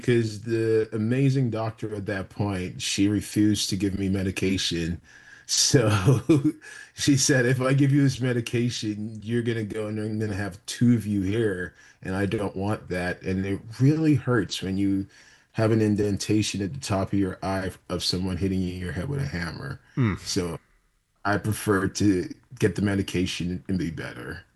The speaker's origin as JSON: {"language": "English", "town": "New York City", "region": "New York", "country": "United States", "tie": "born or raised there", "moved": "as an adult", "lives_now": "Florida, United States", "said": "growing up in New York City"}